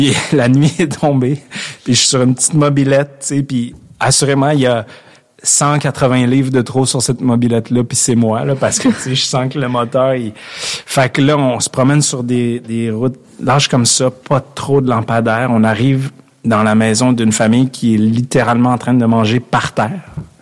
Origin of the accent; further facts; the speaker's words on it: Canada; je viens du Canada